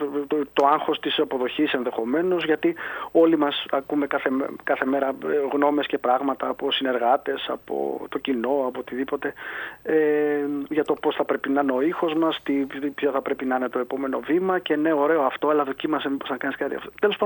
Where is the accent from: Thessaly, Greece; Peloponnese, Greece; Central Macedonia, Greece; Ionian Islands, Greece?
Thessaly, Greece; Volos; Να πούμε ότι αυτό είναι και ένα τραγούδι το οποίο έγινε αυτό που θα λέγαμε στα μέρη μου, ξεκινώντας από το Βόλο δηλαδή.